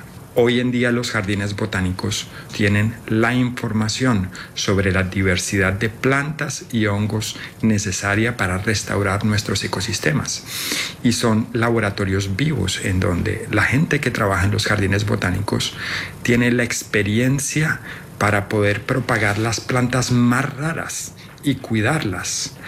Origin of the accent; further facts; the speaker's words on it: Colombia; Sí, la verdad, como colombiano, yo creo que muchos, sobre todo de mi generación, fuimos víctimas